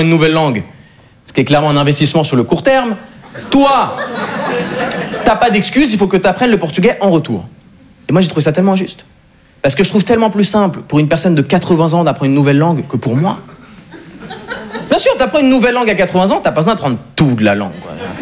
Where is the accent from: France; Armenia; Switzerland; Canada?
Switzerland; born or raised there